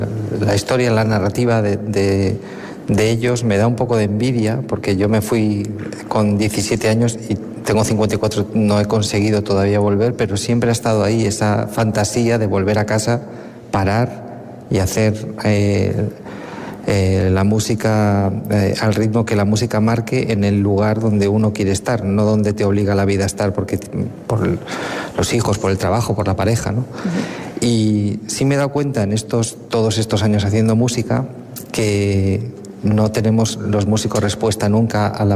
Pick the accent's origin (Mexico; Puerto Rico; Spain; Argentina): Spain; Cantabria; Como cántabro, para mí mañana ya es invierno, ojalá.